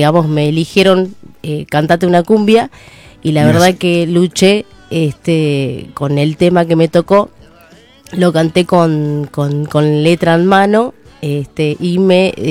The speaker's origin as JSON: {"language": "Spanish", "town": "Garín", "region": "Buenos Aires Province", "country": "Argentina", "moved": "yes", "lives_now": "Don Torcuato, Argentina", "said": "yo soy de Garín. Ahora estoy viviendo en Don Torcuato"}